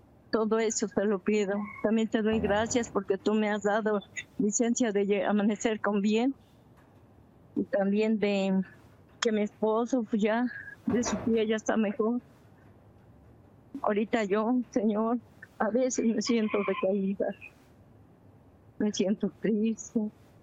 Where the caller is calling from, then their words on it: Santo Tomás de los Plátanos, State of Mexico, Mexico; Sí, soy del Estado de México, de aquí de Nuevo Santo Tomás de los Plátanos. Yo soy de aquí del Llano.